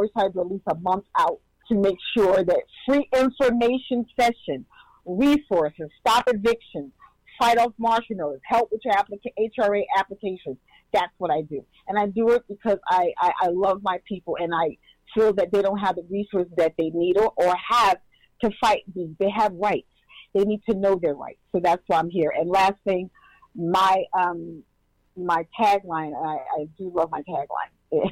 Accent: New York City, New York, United States; So I grew up in Harlem, Manhattan Avenue. Those are my stomping grounds. Even though I live on 149th Street, but I went to PS 113.

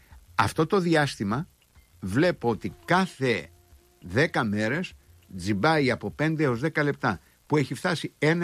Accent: Crete, Greece; μέχρι που ανακάλυψα ότι έρχονται γιαούρτια στην Αθήνα από το χωριό μου, από το οροπέδιο Λασιθίου.

